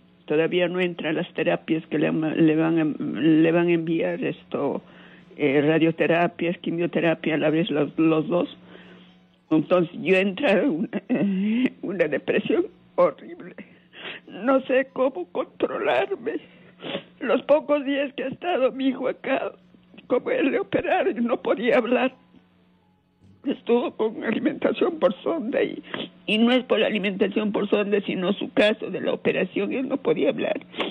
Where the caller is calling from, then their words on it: Lima, Peru; Yo ahorita le estoy llamando de San Juan del Urigancho.